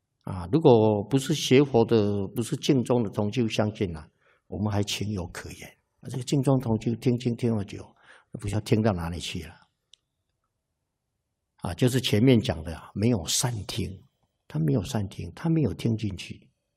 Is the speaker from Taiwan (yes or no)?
yes; Taiwan; 啊，我们台湾人啊，都是很厚道的。